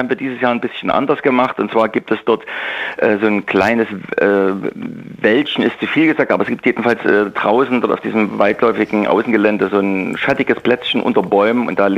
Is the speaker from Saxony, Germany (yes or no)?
yes; Leipzig, Saxony, Germany; Ich bin in Leipzig geboren. Ich bin richtig, ein Kind des Leipziger Südens.